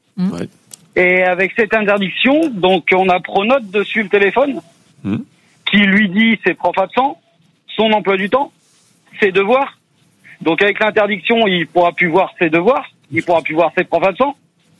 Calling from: Poitiers, Nouvelle-Aquitaine, France; Je suis de Poitiers et là, je suis sur Nantes.

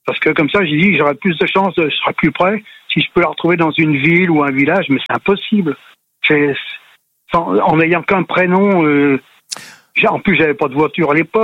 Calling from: France; elle sait que je vis en France

